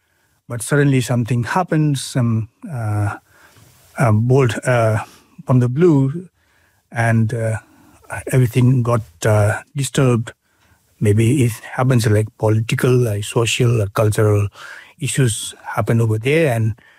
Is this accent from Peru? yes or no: no; Bhutan; English is a second language; moved away as an adult; also born or lived in Nepal; now in Nelson, New Zealand; I was born in Bhutan, and got married in Bhutan. I had children in Bhutan.